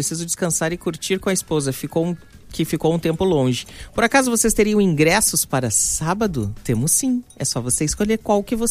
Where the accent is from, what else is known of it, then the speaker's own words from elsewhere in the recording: Canoas, Rio Grande do Sul, Brazil; sou de Canoas, indo pro trabalho escutando a Mix, sou motorista de carreta.